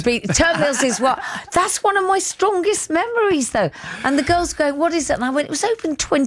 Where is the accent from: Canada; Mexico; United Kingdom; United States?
United Kingdom; Basingstoke, South East England; now in London, United Kingdom; I grew up in Amazingstoke.